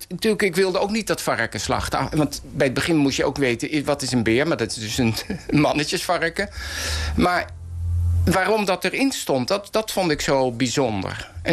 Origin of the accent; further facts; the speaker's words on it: Amersfoort, Utrecht, Netherlands; born there; Ik ben geboren in Amersfoort.